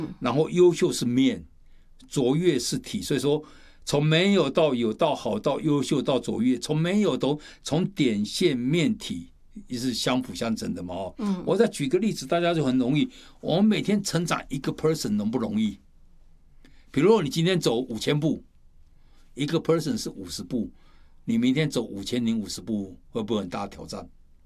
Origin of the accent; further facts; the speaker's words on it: China; 我们中国人也讲了一段话